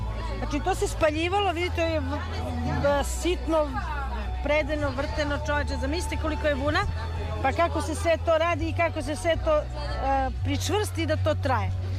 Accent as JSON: {"language": "Serbian", "town": "Parteš", "country": "Kosovo", "said": "dolazim baš iz Parteša."}